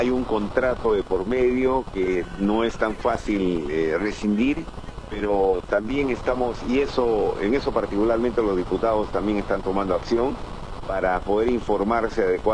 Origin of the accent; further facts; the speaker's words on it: Peru; nosotros estamos pagando más precio hoy en día como peruanos